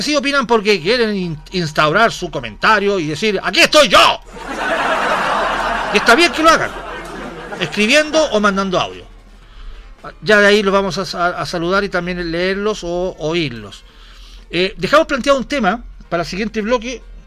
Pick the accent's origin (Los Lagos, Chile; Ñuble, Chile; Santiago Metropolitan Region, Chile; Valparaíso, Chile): Santiago Metropolitan Region, Chile; Santiago; yo soy de Estación Central